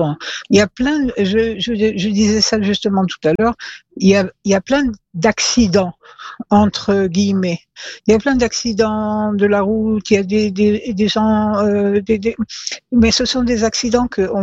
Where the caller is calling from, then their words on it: Jerusalem, Jerusalem District, Israel; J'habite à Jérusalem